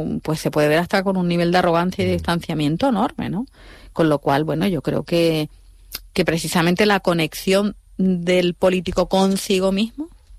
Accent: Andalusia, Spain; yo soy andaluza

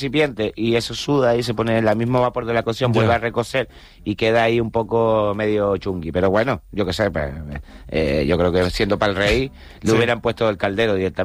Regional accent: Canary Islands, Spain; Porque como artista canario no voy a tener mucho dinero para hacer la fiesta

